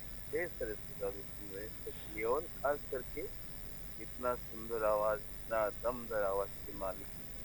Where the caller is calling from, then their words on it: Ram Nagar, Assam, India; मेरा गांव का नाम है राम नगर, आसाम से ताल्लुक है ना।